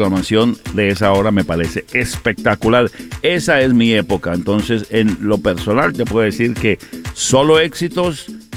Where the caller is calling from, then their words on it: Miami, Florida, United States; de aquí de Miami